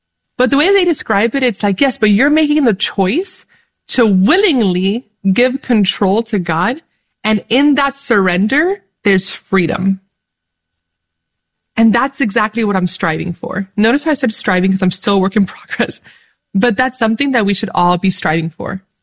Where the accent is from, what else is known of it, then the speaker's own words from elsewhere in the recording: Dominican Republic; I'm Dominican from the Dominican Republic, but I'm also Arabic. And my grandfather was raised in Bethlehem